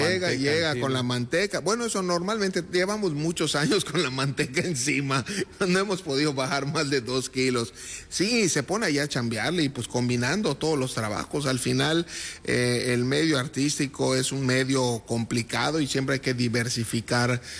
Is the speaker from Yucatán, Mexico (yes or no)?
yes; Yucatán, Mexico; si somos yucatecos, un buen pichel de lo que gustes, pero que esté bien frío